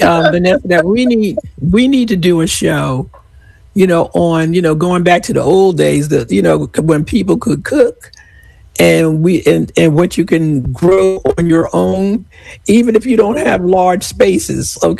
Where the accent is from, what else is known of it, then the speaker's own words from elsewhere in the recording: New York, United States; moved away; I hail from New York